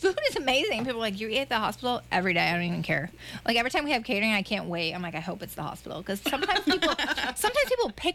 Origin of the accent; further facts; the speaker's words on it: New Jersey, United States; now in Florida, United States; because I'm from Jersey.